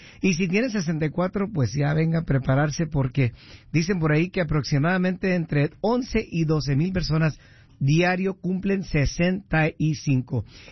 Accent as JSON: {"language": "Spanish", "town": "Huntington Park", "region": "California", "country": "United States", "tie": "born or raised there", "also_born_or_lived": "Los Angeles", "moved": "yes", "lives_now": "Las Vegas, United States", "said": "Nací en el este de Los Ángeles, pero crecí en Huntington Park."}